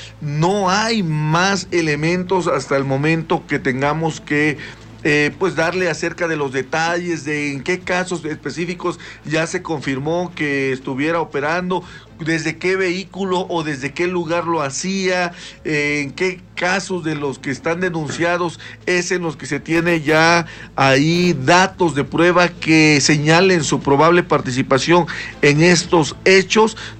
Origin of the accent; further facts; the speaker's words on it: Mexico; como somos los mexicanos